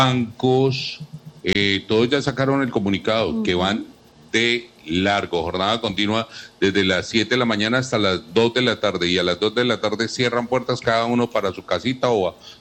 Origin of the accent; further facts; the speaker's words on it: Colombia; más de 50 millones de colombianos.